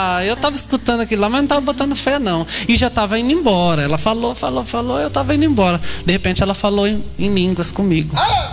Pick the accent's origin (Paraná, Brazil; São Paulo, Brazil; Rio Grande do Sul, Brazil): Paraná, Brazil; Apucarana; encontrei uma senhora, que eu sou de lá de Apucaranga, e ela de lá.